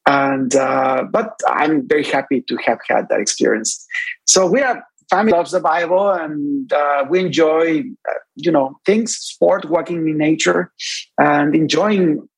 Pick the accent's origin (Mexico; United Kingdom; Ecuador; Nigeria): Mexico; English is a second language; now in United States; I am originally from Mexico. I have been teaching in the Monteburgos University in Mexico also for several years. I pastored in Mexico for many years.